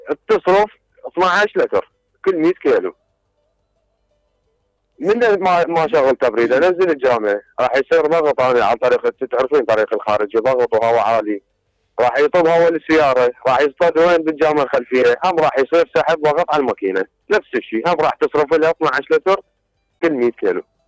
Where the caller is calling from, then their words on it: Hillah, Babil, Iraq; من الحلة.